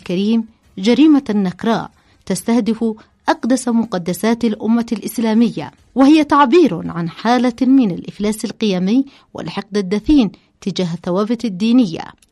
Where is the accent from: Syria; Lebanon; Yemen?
Yemen; في بلادنا اليمن